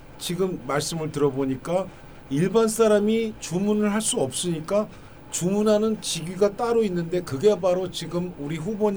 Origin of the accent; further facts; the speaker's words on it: South Korea; now in United States; 저희 한국이라는 저희 조국과